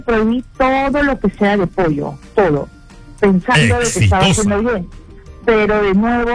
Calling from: Lima, Peru; estoy llamando desde Los Olivos.

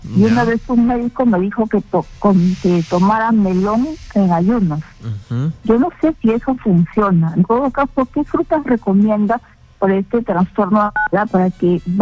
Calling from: Lima, Peru; de Pueblo Libre.

